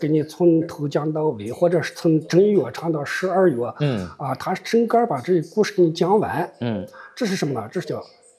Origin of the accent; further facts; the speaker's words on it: Xinjiang, China; 我们新疆有一个一句话